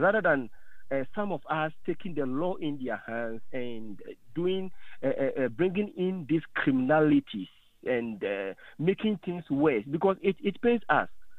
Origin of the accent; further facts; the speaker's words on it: Ghana; moved away as an adult; now in Nelspruit, South Africa; And I'm originally from Ghana.